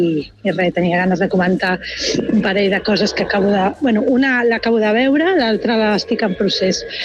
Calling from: Barcelona, Catalonia, Spain; de Barcelona.

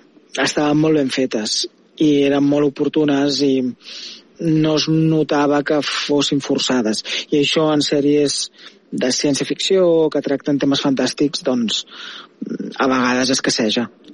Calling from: Barcelona, Catalonia, Spain; de Barcelona.

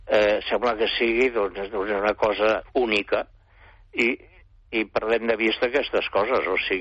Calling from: Barcelona, Catalonia, Spain; aquí al meu barri, a les Corts

